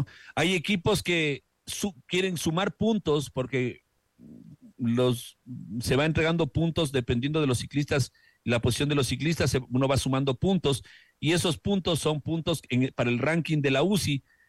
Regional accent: Andes, Ecuador; ¿Y de dónde somos nosotros? De la montaña, pues de nuestros queridos Andes ecuatorianos, de donde también es Richard Carapaz.

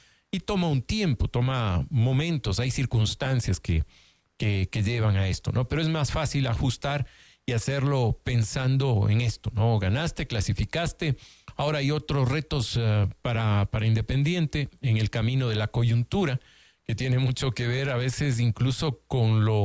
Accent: Ecuador

